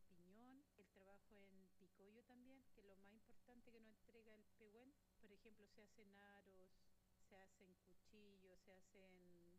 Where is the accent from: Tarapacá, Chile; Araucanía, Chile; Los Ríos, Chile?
Araucanía, Chile; Lonquimay; Soy de acá de Lonquimay, de la comuna Lonquimay, y trabajamos acá en el mercado campesino de Lonquimay, donde somos 18 socias, somos mapuche behuenche y también colonas.